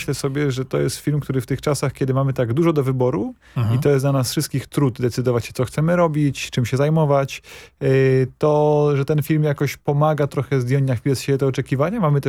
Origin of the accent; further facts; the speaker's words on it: Wadowice, Lesser Poland, Poland; ja sam pochodzę z Wadowic, z Beskid Mały